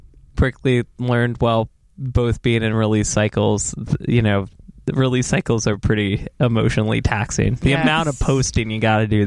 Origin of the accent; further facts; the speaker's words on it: Texas, United States; I played growing up in Texas